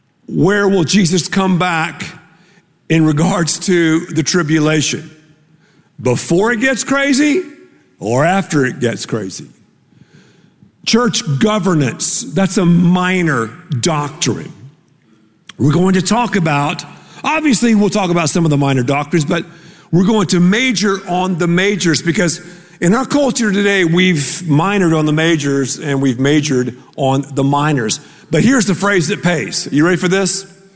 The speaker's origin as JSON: {"language": "English", "region": "Texas", "country": "United States", "said": "We're from Texas. I mean, I'm from the dirty South."}